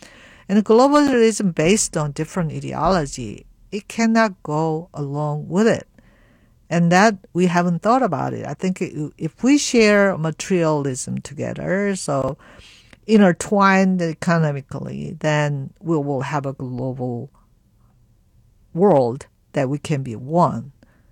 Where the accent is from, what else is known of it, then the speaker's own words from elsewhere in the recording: United States; who we are as American